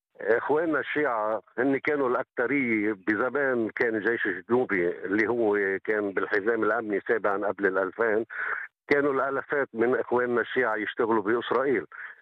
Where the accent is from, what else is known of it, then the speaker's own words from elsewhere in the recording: Lebanon; ونحن الجهة اللي مدينا إيدنا لأيد إسرائيل من أول ما بلشت المشاكل عندنا بلبنان